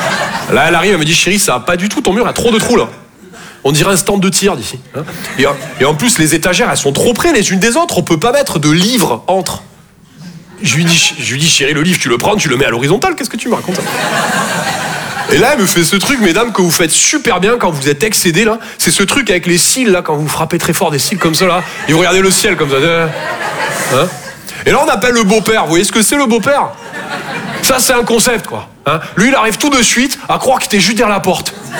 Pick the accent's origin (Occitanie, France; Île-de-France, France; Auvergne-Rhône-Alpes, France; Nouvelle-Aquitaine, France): Occitanie, France; Toulouse; moved away; Je viens de Toulouse à la base. Ouais, ça s'entend un peu, ouais. Ben, mon accent